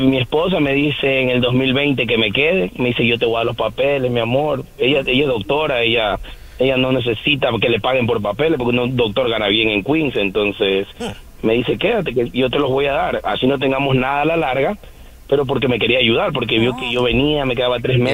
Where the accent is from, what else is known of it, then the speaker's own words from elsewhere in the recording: Coast, Ecuador; Mi esposa es dominicana, ¿verdad? Yo soy ecuatoriano. Nosotros nos conocimos acá, yo tengo 20 años viniendo con visa de turista